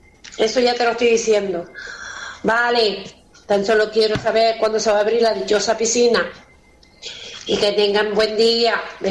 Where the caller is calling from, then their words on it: Santa Lucía de Tirajana, Canary Islands, Spain; de Santa Lucía.